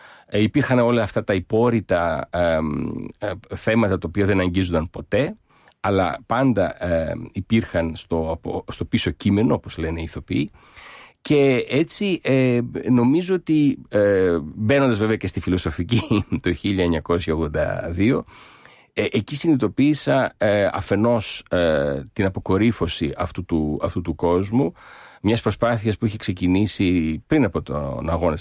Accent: Alexandria, Alexandria Governorate, Egypt; το γεγονός ότι γεννήθηκα και μεγάλωσα στην Αλεξάνδρεια στην Αίγυπτο στο πλαίσιο της ελληνικής παροικίας, στα παροικιακά σχολεία

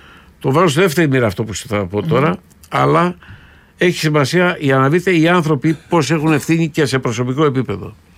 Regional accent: Patras, Western Greece, Greece; Είμαι διευθυντής σε μια εφημερίδα, μεγάλη εφημερίδα στην επαρχία, γιατί επαρχιώτης είμαι εγώ από την Πάτρα.

